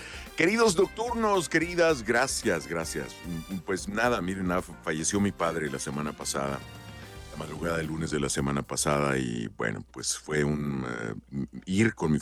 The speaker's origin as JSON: {"language": "Spanish", "town": "Cuauhtémoc", "region": "Chihuahua", "country": "Mexico", "moved": "yes", "said": "allá en mi ciudad Cuauhtémoc"}